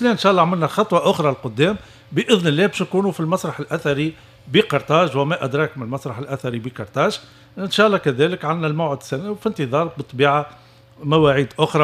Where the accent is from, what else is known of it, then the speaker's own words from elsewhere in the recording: Tunisia; لقينا التجاوب بلدي تونس